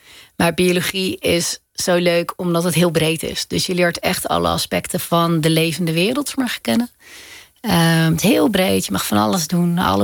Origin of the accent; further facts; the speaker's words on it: Zeist, Utrecht, Netherlands; In Zeist, dus dat is niet per se super buiten.